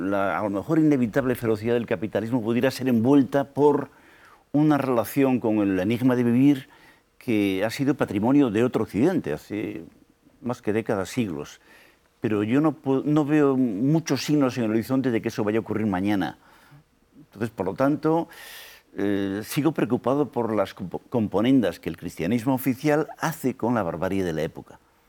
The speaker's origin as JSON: {"language": "Spanish", "region": "Galicia", "country": "Spain", "said": "yo como gallego soy desconfiado."}